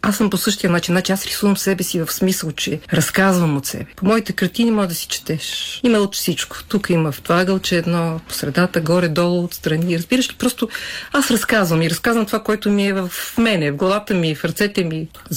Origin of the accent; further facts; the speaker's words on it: Sofia, Sofia City, Bulgaria; въпреки че съм от София, някой ден живея по причина някаква, имала съм къща, но живея в блок